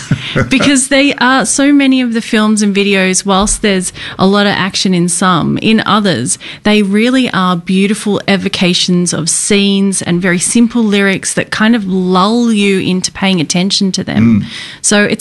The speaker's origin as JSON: {"language": "English", "town": "Sydney", "region": "New South Wales", "country": "Australia", "tie": "born or raised there", "moved": "as an adult", "lives_now": "Melbourne, Australia", "said": "From Sydney. I don't like to admit it very readily."}